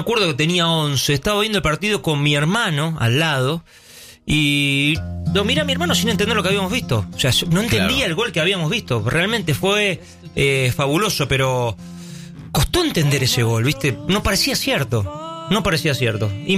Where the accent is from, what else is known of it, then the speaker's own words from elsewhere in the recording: Argentina; porque si alguien rema sí, somos los argentinos, pero bueno.